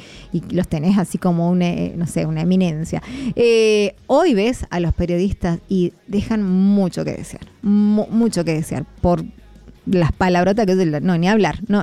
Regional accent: Argentina; Es triste, lo tengo que, soy argentina, pero tengo que decir que los argentinos somos muy mal hablados.

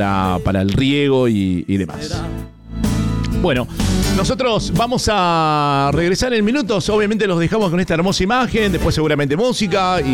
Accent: Mendoza, Argentina; porque realmente para nosotros como mendocinos también es muy, pero muy importante.

